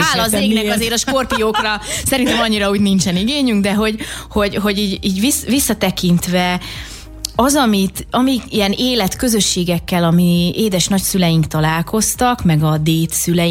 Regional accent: Budapest, Hungary; now in Homokhátság, Hungary; Én a 16. kerületben, Kertvárosban nőttem föl egyébként, tehát független attól, hogy most a homokhátságon tengetem a homoksivatagba az életemet.

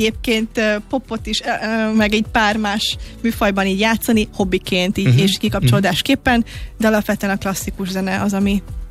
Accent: Ózd, Borsod-Abaúj-Zemplén, Hungary; hát ugye Ózd környékéről származom

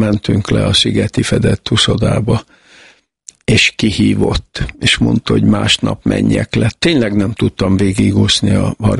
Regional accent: Tiszaalpár, Bács-Kiskun, Hungary; Igen, ez így van, hiszen én Alpáron születtem, bár ma már Tisza Alpár, ugye egyesült a mellette levő kis településsel Tiszaújfaluval, de én valóban alpári vagyok.

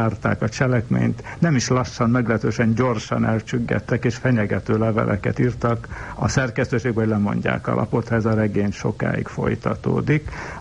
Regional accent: Budapest, Hungary; born there; egy gyárutcai ablak, mai Jókai utcai, ott születtem. A 6. kerület, onnan szivárogtam át, aztán tulajdonképpen jóval később csak a Tisza-Kálmán térre. De még előtte Kőbánya is volt.

